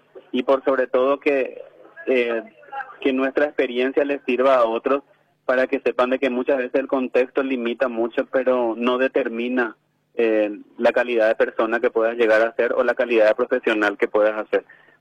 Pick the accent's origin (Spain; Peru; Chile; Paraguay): Paraguay; Asunción; born there; soy del Bañado Sur, o sea, nací en el Bañado Sur, soy de la comunidad de San Miguel, en el barrio San Cayetano